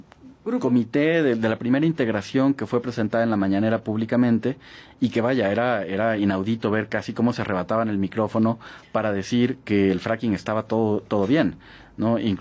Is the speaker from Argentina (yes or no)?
no; Mexico; cada mexicano, de los más de 120 millones que somos